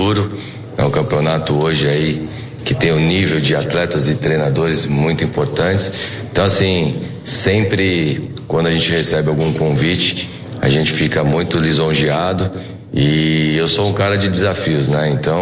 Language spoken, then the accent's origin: Portuguese; São Paulo, Brazil; eu sou aqui de São Paulo